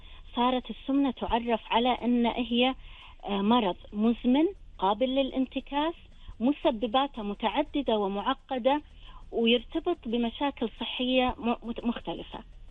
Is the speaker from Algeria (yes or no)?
no; Kuwait; عندنا بالكويت